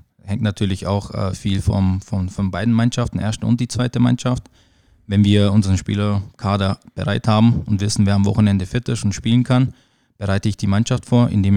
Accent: Kirchdorf an der Iller, Bavaria, Germany; moved away as an adult; now in Achstetten-area (Armendingen), Germany; ich bin, so wie du gesagt hast, gebürtiger Kirchdorfer. Das heißt, meine Familie, meine Freunde, mein Sportverein ist hier in Kirchdorf. Alles, was ich habe, ist in Kirchdorf eigentlich.

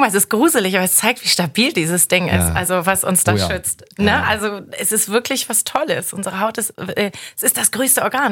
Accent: Hamburg, Germany; Mein Gott, ich bin Hamburger, ich kenne John Stimme nun auch schon so lange

